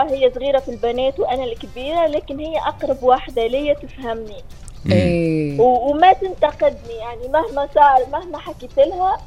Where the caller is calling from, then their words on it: Tunisia; انا من تونس.